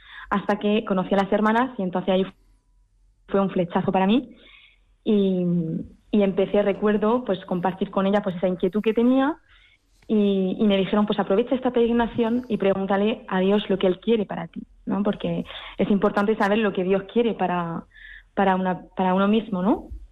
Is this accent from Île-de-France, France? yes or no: yes; Paris, Île-de-France, France; moved away as an adult; soy francesa, mi padre es francés, mi madre española, murciana, y yo nací en París y viví ahí hasta, pues, hasta los 22 años, hasta que entré al convento